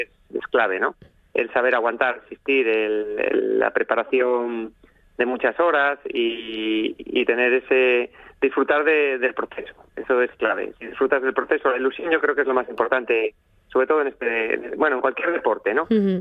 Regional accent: Avilés, Asturias, Spain; Sí, bueno, yo soy de Avilés, vivo en Avilés, pero sí.

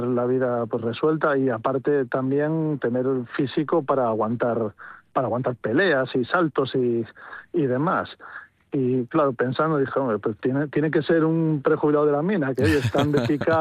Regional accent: Mieres, Asturias, Spain; yo que soy de Mieres, pues más asturiano que un minero de Mieres, pocas cosas hay.

